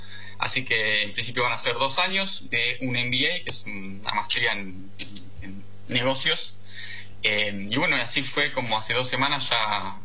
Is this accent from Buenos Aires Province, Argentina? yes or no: yes; Quilmes, Buenos Aires Province, Argentina; moved away as an adult; now in Wuhan, China; Yo soy originario de Quilmes